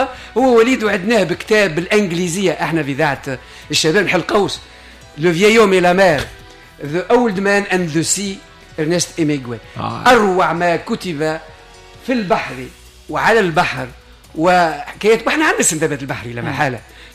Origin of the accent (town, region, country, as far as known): Tunisia